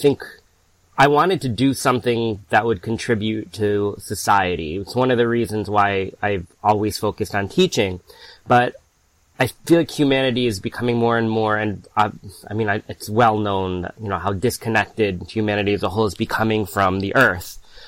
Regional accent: Hudson Valley, New York, United States; And I grew up in the Hudson Valley

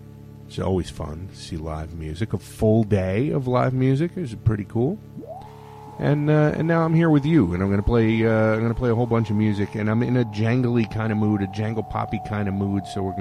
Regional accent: Kingston, New York, United States; my hometown of Kingston.

